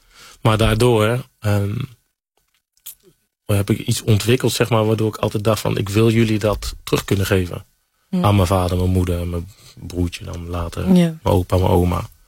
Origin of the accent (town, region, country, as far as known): Utrecht, Netherlands; born or raised there